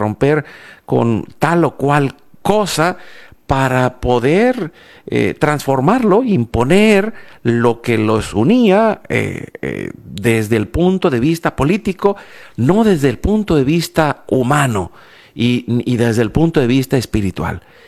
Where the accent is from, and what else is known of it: Veracruz, Mexico; born or raised there; also born or lived in Yucatán